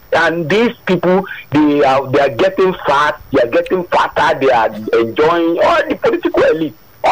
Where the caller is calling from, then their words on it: Ipaja, Lagos, Nigeria; I'm calling from Ipaja.